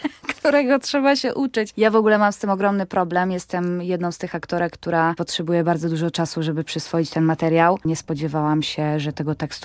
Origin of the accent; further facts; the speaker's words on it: Tomaszów Mazowiecki, Łódź Voivodeship, Poland; z perspektywy takiej osoby, która urodziła się i wychowywała w takiej małej miejscowości